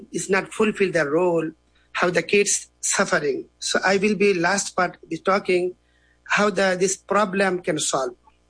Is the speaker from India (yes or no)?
yes; India; English is a second language; moved away; I was born and raised in India.